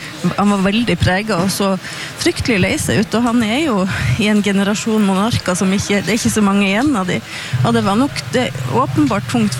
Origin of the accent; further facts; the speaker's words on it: Northern Norway, Norway; snakket om et fjell oppe i nord, der jeg kommer fra, det er lov å si.